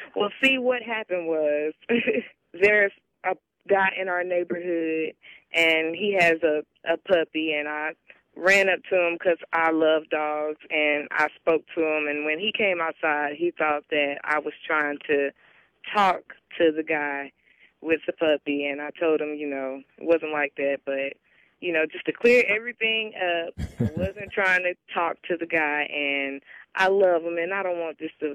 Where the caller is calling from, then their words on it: Montgomery, Alabama, United States; I'm calling from Montgomery, Alabama.